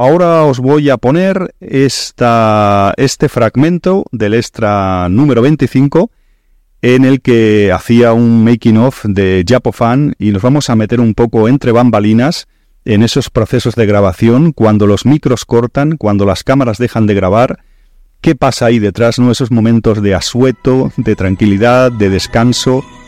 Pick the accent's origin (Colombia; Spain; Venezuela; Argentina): Spain; Barcelona, Catalonia; yo vengo de Barcelona con mucha humedad y todo eso, y aunque estoy viviendo entre Barcelona con la familia un poco... Pues entre dos tierras estoy en mi nueva casa